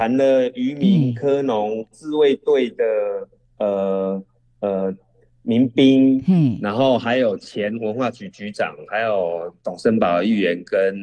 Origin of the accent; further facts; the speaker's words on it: Taiwan; 我们台湾人